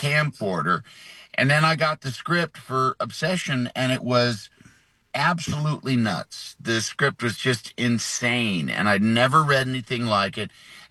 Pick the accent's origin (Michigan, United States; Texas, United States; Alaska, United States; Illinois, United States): Illinois, United States; And I I grew up outside of Chicago, and I went to film school.